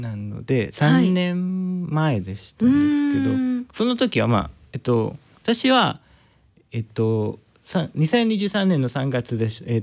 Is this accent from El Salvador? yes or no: yes; El Salvador; Japanese is a second language; moved away as an adult; now in Japan; エルサルバドールから来ましたんですけど、